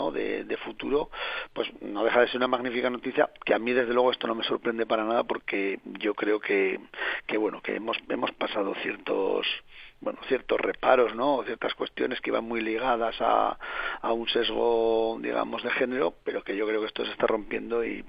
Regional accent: Tardienta, Aragon, Spain; soy de pueblo, yo soy de Tardienta, claro, y he vivido perfectísimamente todo esto en mi propia casa, ¿no?, que también teníamos algunos campos y algunas cosas.

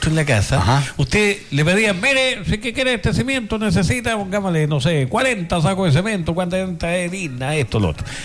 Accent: Chile; Porque como buenos chilenos dejamos todo para última hora.

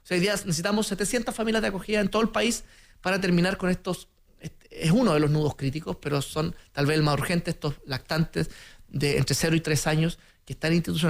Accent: Chile; nuestra identidad como chilenos

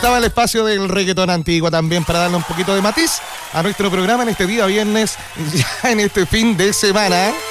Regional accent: Chile; no somos chilenos

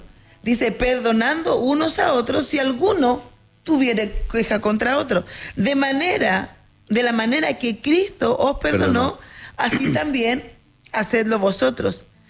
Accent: Chile; Yo soy ciudadana chilena

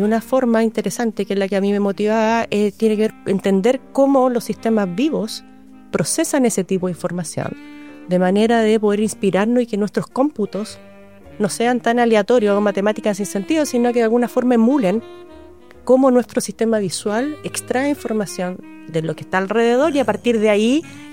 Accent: Viña del Mar, Valparaíso, Chile; also born or lived in Villa Alemana; O sea, perdón, nací en Viña del Mar. Estuve parte de mi vida en Viña del Mar

